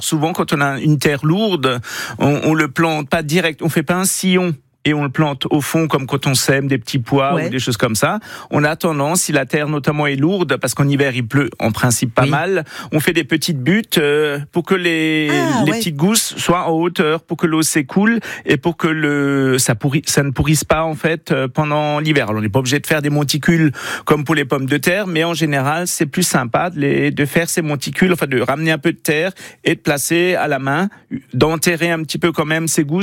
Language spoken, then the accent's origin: French; Grand Est, France; chez nous en Alsace.